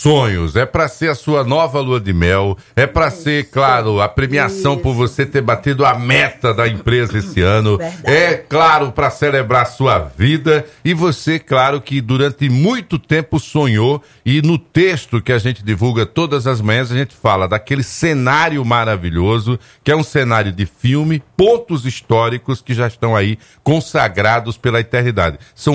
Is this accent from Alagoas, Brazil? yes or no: yes; Maceió, Alagoas, Brazil; Eu sou de Maceió, estou aqui.